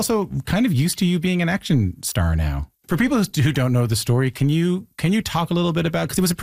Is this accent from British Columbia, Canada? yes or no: no; Newfoundland and Labrador, Canada; I'm from Newfoundland, see, I'm from the far East Coast with a whole completely different accent.